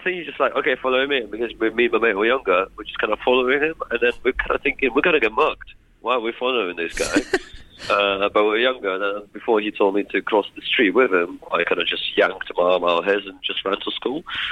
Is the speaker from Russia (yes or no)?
no; Odesa, Odessa Oblast, Ukraine; moved away; So I am from Odessa. Born.